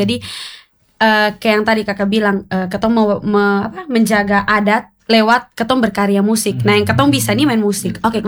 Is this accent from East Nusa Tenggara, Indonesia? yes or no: yes; East Nusa Tenggara, Indonesia; beta orang Timor sejati.